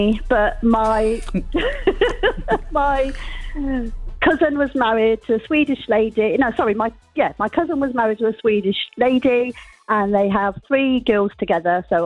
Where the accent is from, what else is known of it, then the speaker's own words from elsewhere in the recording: Coventry, West Midlands, United Kingdom; I went to a primary school in Coventry, because I was born and brought up in Coventry